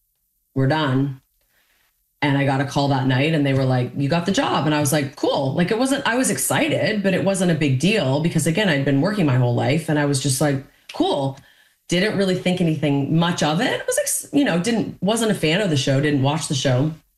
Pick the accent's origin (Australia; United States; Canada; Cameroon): Canada; I feel weirdly because of my childhood and the way I was raised and and being Canadian, like I weirdly didn't really even process it.